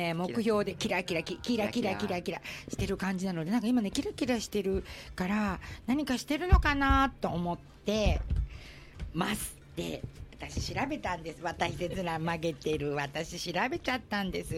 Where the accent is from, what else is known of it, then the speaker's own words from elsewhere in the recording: Osaka, Japan; 私大阪で育ったんです。